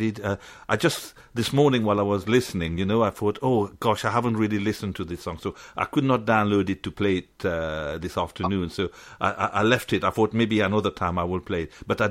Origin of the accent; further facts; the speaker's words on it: Port Louis, Mauritius; moved away; I was born in St. James Street in Port Louis, you know, which is World Cat.